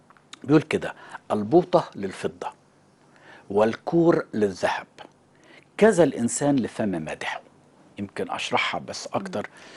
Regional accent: Upper Egypt, Egypt; أنا صعيدي، أنا أبا عن جد صعيدي،

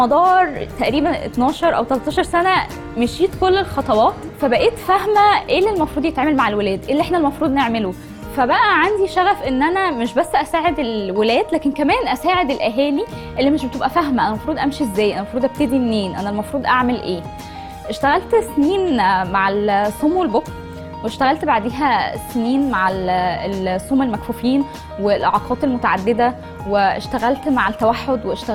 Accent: Alexandria, Alexandria Governorate, Egypt; أنا في الأصل من اسكندرية.

